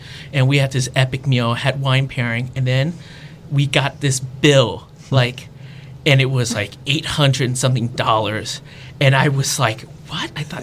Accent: Virginia, United States; moved away as an adult; now in Chicago, United States; I grew up in Northern Virginia.

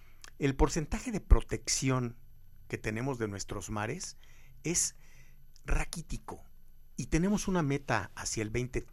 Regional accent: Mexico; Como mexicano en general

